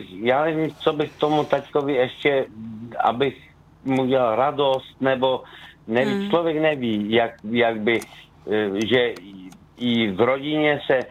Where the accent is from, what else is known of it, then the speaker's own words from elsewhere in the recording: Skotnice, Moravian-Silesian Region, Czechia; Že jsem ze Skotnice …